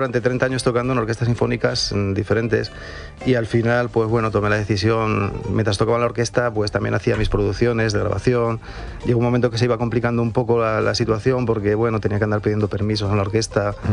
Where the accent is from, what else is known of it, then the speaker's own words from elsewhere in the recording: Avilés, Asturias, Spain; yo soy de Avilés, y en esa ciudad se festeja mucho la Semana Santa